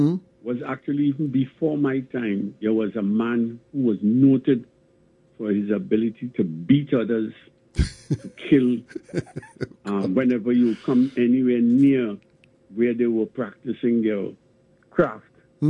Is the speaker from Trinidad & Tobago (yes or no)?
yes; Port of Spain, Trinidad & Tobago; born there; Yes, well, I was born at the corner of Martineau Lane and Calvary Hill. That is an area just a little bit beyond where Park Street in Trinidad, Port of Spain, Trinidad, ends.